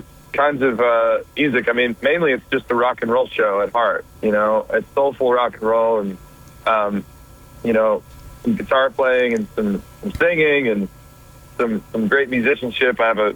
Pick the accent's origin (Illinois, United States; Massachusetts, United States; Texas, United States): Massachusetts, United States; New Bedford; my hometown. I live in a city called New Bedford, Massachusetts